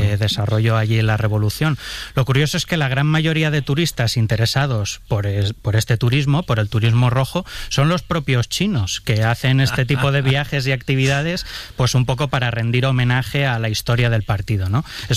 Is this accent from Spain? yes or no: yes; Valencian Community, Spain; Podría ser perfectamente una mascleta, que es tirando a mi tierra una vez más.